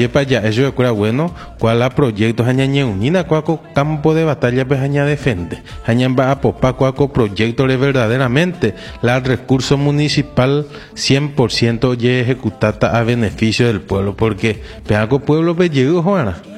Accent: Horqueta, Concepción, Paraguay; como orqueteño, como paraguayo

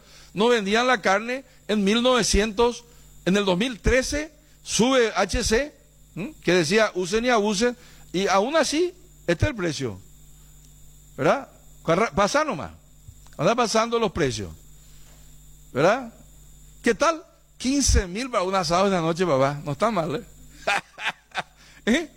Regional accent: Paraguay; Entonces, esos somos los paraguayos.

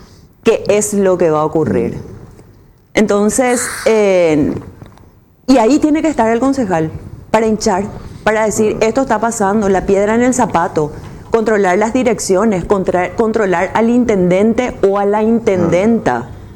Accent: Asunción, Paraguay; yo soy Asuncena. Hace 47 años vivo en Asunción, nací, crecí

